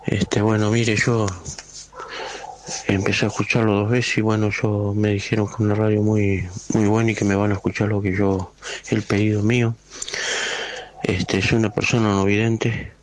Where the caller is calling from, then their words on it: Tortuguitas, Buenos Aires Province, Argentina; de Tortuguita